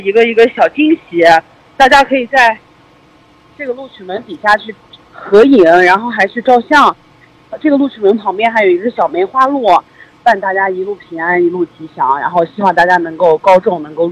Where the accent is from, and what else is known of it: Xinjiang, China